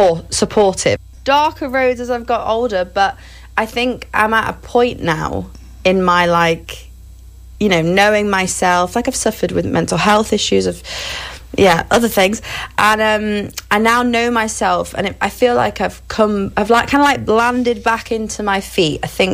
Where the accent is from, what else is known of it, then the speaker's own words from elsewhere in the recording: North West England, United Kingdom; I grew up in Cheshire, which is like a little bit outside of Manchester.